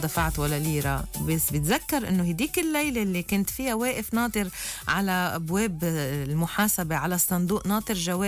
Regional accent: Lebanon; نحنا كلبنانية

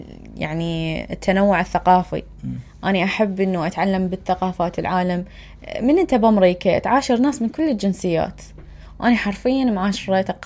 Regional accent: Iraq; من منظورنا احنا كعراقيين احنا من احنا صغار نتعلم اللغة الانجليزية

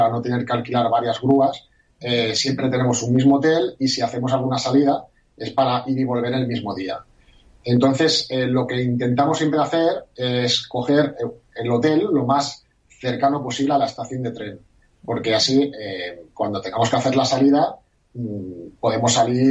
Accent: Barcelona, Catalonia, Spain; la gente como yo, que somos de Barcelona

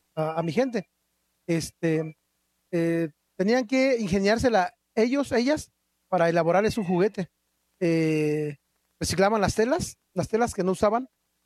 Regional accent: Santiago Mezquititlán, Querétaro, Mexico; Spanish is a second language; Mi bella comunidad es indígena, orgullosamente indígena. Hablo mi lengua materna. Surge en Santiago Mezquititlán. Está dividido por 6 barrios, del 1 al 6. Pertenecemos al municipio de Amealco, Querétaro.

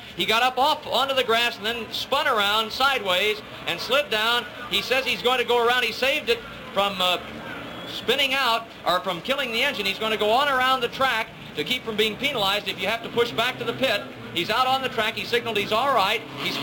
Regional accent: Fresno, California, United States; In fact, I'm a native Californian. I was born in Fresno, and of course, I feel a little partial towards Boyd here today

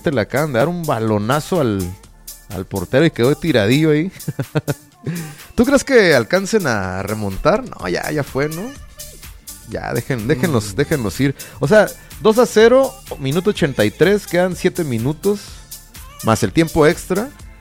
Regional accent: Mexico

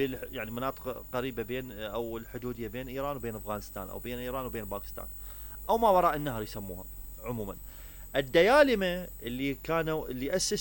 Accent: Iraq; هذه البطيحة أسس فيها عمران ابن شاهين الخفاجي إمارة له في جنوب العراق.

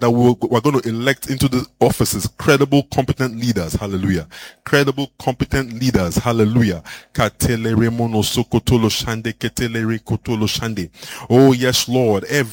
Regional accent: Nigeria

